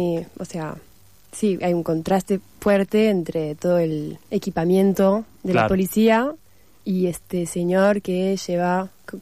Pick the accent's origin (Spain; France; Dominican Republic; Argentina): France; Bueno, menos mal porque somos francesas, así que los Borbones nos caen más o menos